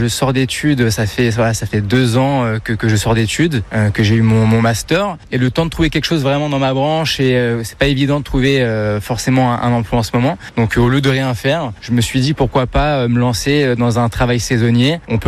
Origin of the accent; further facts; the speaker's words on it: Asquins, Bourgogne-Franche-Comté, France; Alors bonjour … j'ai 25 ans et je viens d'Asquin.